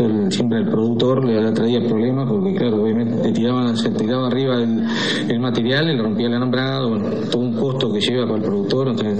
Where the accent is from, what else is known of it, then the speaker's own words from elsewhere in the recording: Río Negro, Uruguay; todos somos ciudadanos de Río Negro y todos tenemos que tener la igualdad esa, ¿no? No porque yo vivo en Fredento